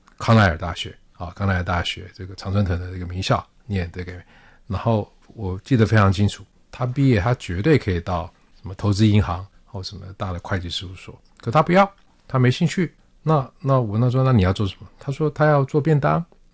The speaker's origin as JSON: {"language": "Chinese", "country": "Taiwan", "tie": "born or raised there", "moved": "yes", "lives_now": "New York, United States", "said": "我在离开台湾的时候"}